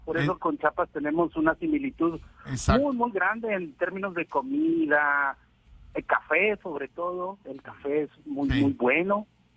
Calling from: Guatemala

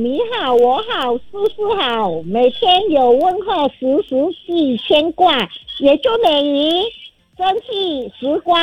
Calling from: Kuching, Sarawak, Malaysia

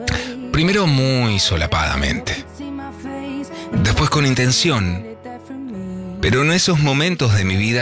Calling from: Buenos Aires, Argentina; soy de Caballito

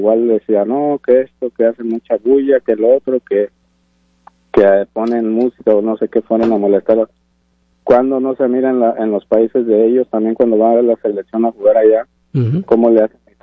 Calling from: Mexico

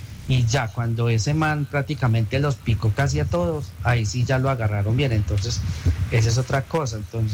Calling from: Pereira, Risaralda, Colombia; … de Pereira, las estoy viendo por TikTok también.

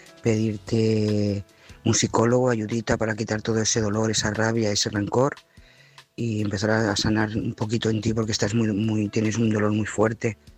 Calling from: Lloret de Mar, Catalonia, Spain; de Lloret de Mar, corresponsal.

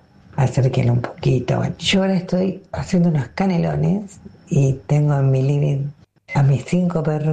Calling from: Adrogué, Buenos Aires Province, Argentina; de Adrogué y participando de la consigna, ¿qué cosas me dan alegría?

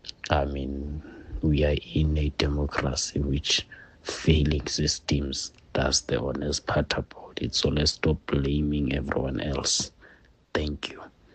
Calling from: South Africa; I'm a South African

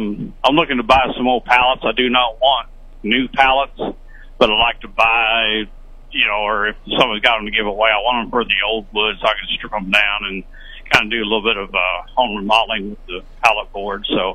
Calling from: Marshall, Missouri, United States; Marshall.

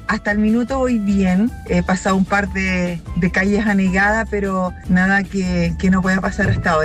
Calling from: La Florida, Santiago Metropolitan Region, Chile; de acá de la Florida.

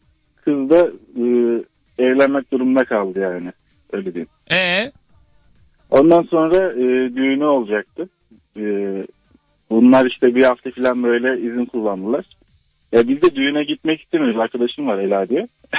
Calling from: Antalya, Turkey; Antalya'dan arıyorum ben.

